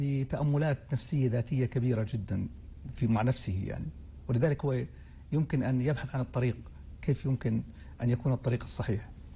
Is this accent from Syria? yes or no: no; Palestine; نحن أمة الإسلام أكثر من كوننا فلسطينيين